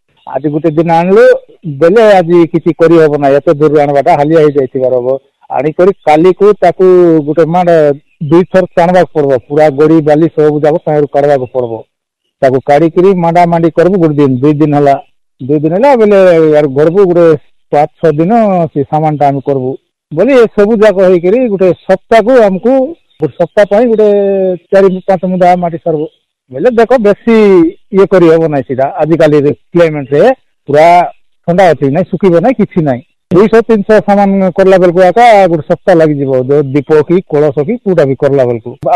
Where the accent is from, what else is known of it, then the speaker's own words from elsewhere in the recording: Kumarput, Odisha, India; ଆମର କୁମାରପୁଟ ହେଉଛି ଇଏ ଆମର ଖୋରାପୁଟ ଜିଲ୍ଲାକୁ ବୋଇଲେ ଆମର ଗାଁ ଗୋଟେ ବଡ ଗାଁ ଅଛି।